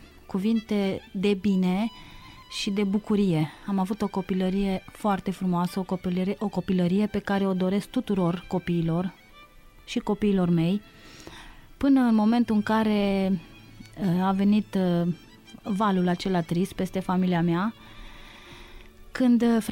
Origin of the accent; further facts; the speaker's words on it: Șibot, Alba County, Romania; Noi stăteam în spatele căminului cultural din Șibot.